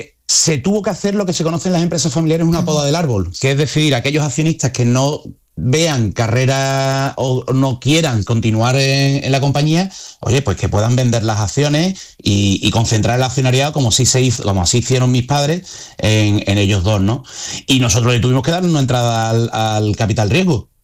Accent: Andalusia, Spain; para no contestar como un gallego, sino como un buen andaluz

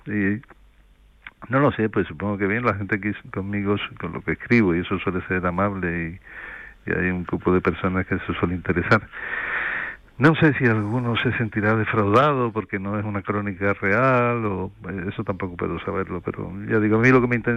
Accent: Rota, Andalusia, Spain; preferí usar el nombre real de donde transcurre la acción, que es aquí en Rota, en mi pueblo.

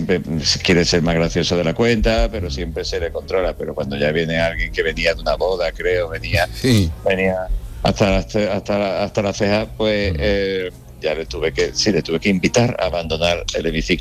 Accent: Andalusia, Spain; muchas veces también me relajo y hablo más con mi acento natal y en fin, hay pequeñas confidencias que son normales, eso no se trae. Incluso cuando ya voy a Cádiz o San Fernando

